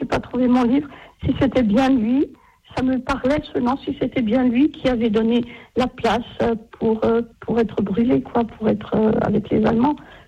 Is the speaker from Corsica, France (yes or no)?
yes; Ajaccio, Corsica, France; ils vont décéder chez nous, enfin à certaines, puisque moi je suis d'Ajaccio.